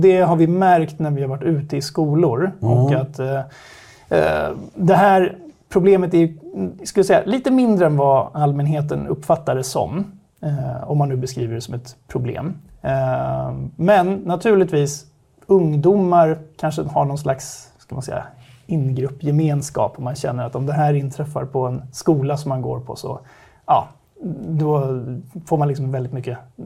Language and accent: Swedish; Stockholm, Stockholm County, Sweden